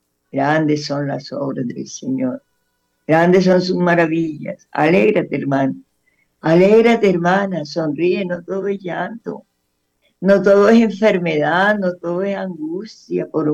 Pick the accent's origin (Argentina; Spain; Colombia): Colombia